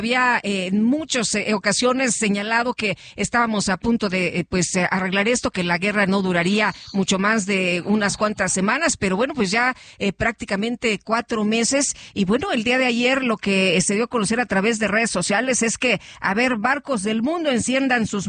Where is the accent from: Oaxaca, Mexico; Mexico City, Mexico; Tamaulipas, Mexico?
Tamaulipas, Mexico; Altamira; soy de Altamira, Tamaulipas.